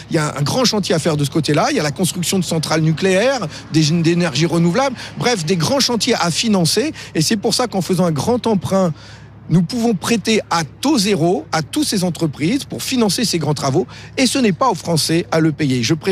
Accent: France; Et c'est nous, les Français, qui les payons derrière.

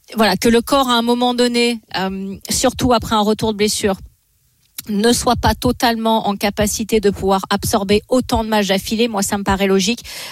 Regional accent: France; Mais pour nous, en tant que Français, ben, on est quand même contents

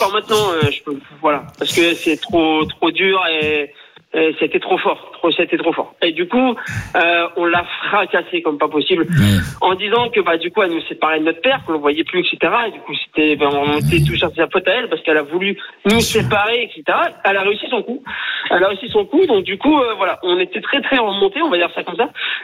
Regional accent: Hauts-de-France, France; Enfin, avec elle, pardon, hein, je suis du Nord, mais rien de plus.

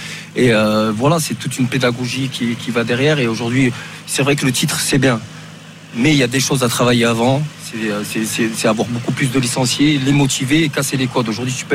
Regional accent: France; moi ma soeur quand j'ai grandi en France

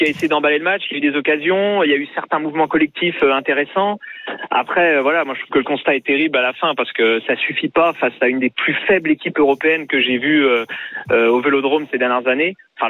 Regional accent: Marseille, Provence-Alpes-Côte d'Azur, France; born there; Eh ben moi, à la base, je suis né à Marseille, donc. Ah. Mais après, voilà, pour des raisons familiales, je suis monté en Bretagne

